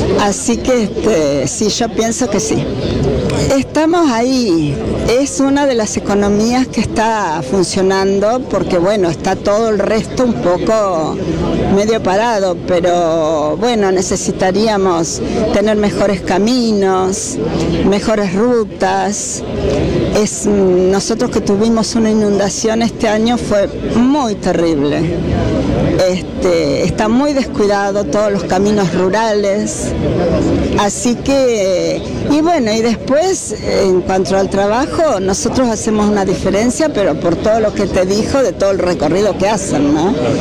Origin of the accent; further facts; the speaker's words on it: Dudignac, Buenos Aires Province, Argentina; Somos de Dudigná, partido de 9 de julio